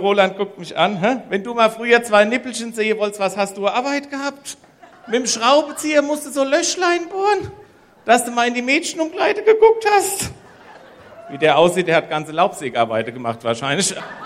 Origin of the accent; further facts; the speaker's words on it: Hesse, Germany; Wir haben ja noch Hausgeburten bei uns in Oberhessen. Ich komme jetzt wirklich auch aus Oberhessen.